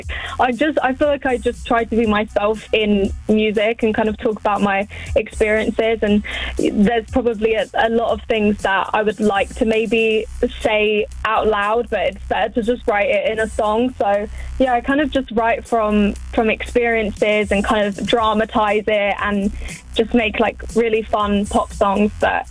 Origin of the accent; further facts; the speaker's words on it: Leighton Buzzard, East of England, United Kingdom; moved away as an adult; So I grew up in Leighton Buzzard, but then when I was 18, I decided to go to like a music school in Shoreditch and started kind of like doing music there. But yeah, I'm from Leighton.